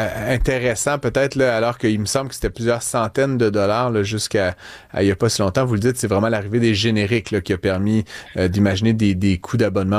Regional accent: Canada; chez nous au Canada

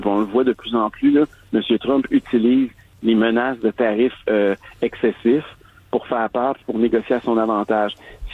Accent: Quebec, Canada

